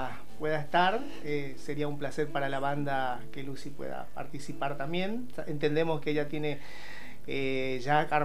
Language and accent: Spanish; Santa Rosa, Argentina; de mi pueblo, de Santa Rosa.